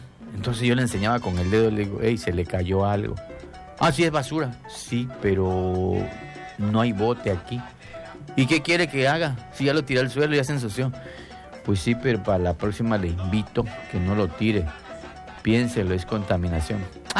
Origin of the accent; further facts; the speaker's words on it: Tabasco, Mexico; somos tabasqueños